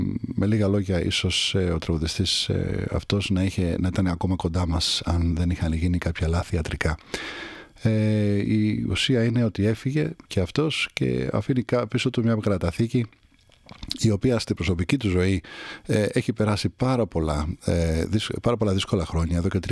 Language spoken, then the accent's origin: Greek; Kaminia, Attica, Greece; δίπλα ακριβώς από εκεί που μεγάλωσα εγώ στα Καμίνια.